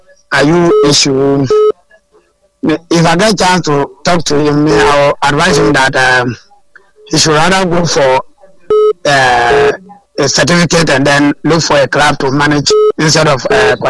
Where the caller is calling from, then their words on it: Ghana; I'm calling from Bunklugu.